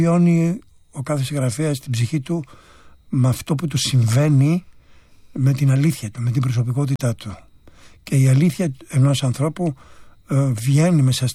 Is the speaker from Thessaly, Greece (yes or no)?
no; South Aegean, Greece; also born or lived in Antiparos; Εγώ είμαι νησιώτης, κατάγομαι από τη Σύρο και την Αντίπαρο και κατάγομαι από μια ναυτική οικογένεια.